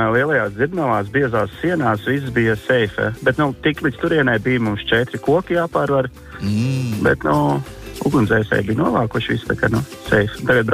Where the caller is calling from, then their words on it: Talsi, Talsi Municipality, Latvia; Esmu no Talsiem, bet pašlaik skrundā.